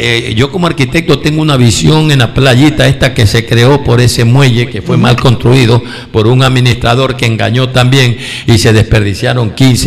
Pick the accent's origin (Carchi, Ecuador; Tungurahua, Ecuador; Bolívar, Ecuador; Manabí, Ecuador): Manabí, Ecuador; Manta; Yo nací en Manta, en el barrio Cristo Rey, pues. Uh-huh. En la parroquia Tarque, ahí me crié.